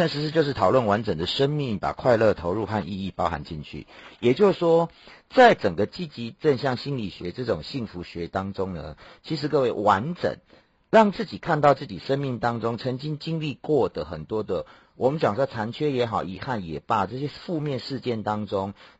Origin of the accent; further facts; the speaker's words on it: Taiwan; 就是我们台湾人喜欢讲诠释